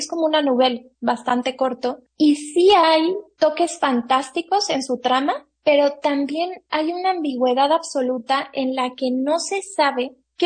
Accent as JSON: {"language": "Spanish", "region": "Guanajuato", "country": "Mexico", "said": "es la reacción que yo tengo por lo regular cuando comento que soy de ahí."}